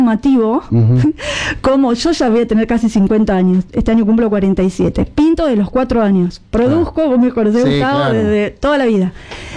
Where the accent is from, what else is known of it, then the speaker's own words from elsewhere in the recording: Sanford, Santa Fe, Argentina; el nombre del interior de Argentina, poder llevar el nombre de mi abuelo, de mi familia, de mi pueblo natal de Sanford.